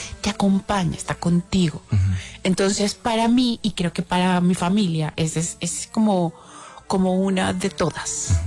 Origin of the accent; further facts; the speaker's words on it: Valencia, Carabobo, Venezuela; yo soy de Valencia, mi hermana llegaba a Valencia